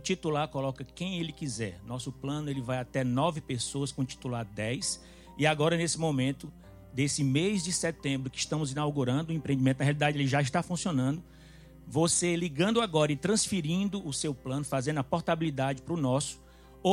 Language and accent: Portuguese; Fortaleza, Ceará, Brazil; sou de Fortaleza, tá certo?